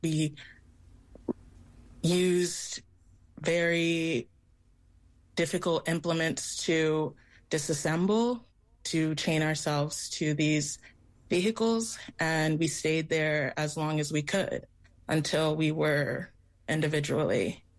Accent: Houston, Texas, United States; So I guess a little bit about myself. I grew up in Houston, Texas

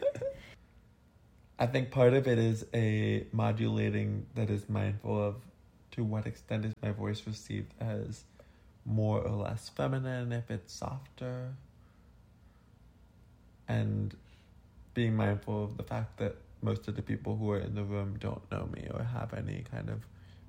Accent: California, United States; I'm from California.

